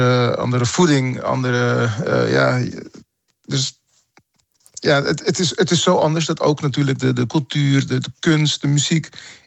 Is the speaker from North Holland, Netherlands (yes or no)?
yes; Amsterdam, North Holland, Netherlands; born there; Dus ik ben wel hier geboren in Amsterdam. En mijn moeder is naar Nederland gekomen vanwege verschillende redenen.